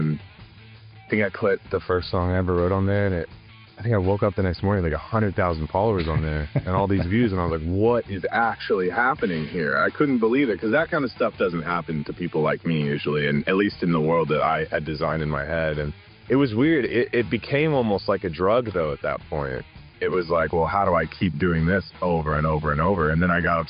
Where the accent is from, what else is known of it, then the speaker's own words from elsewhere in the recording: Texas, United States; I grew up in Texas, and I'd taken a job offer in Fort Wayne, Indiana